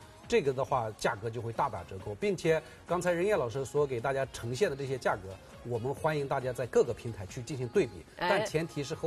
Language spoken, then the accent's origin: Chinese; Shanghai, China; 我们上海人管这个硬币叫什么？叫开骨子